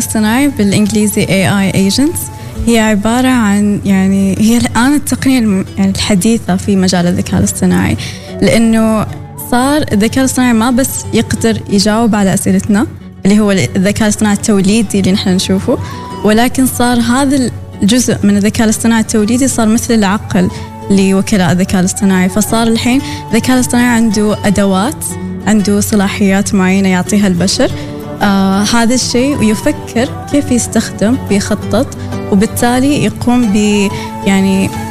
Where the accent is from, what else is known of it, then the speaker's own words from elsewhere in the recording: Oman; صراحة نحن يعني كعمانيين وكشباب نفتخر في وين وصلت عمان حاليا